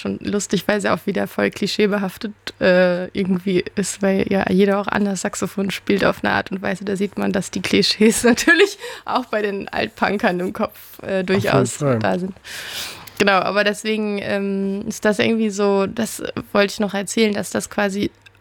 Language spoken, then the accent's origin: German; Oerlinghausen, North Rhine-Westphalia, Germany; Ich bin in Lippe in Oerlinghausen groß geworden.